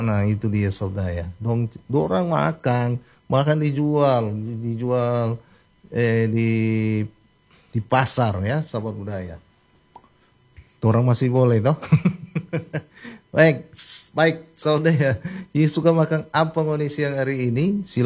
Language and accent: Indonesian; Minahasa, North Sulawesi, Indonesia; kita orang Minahasa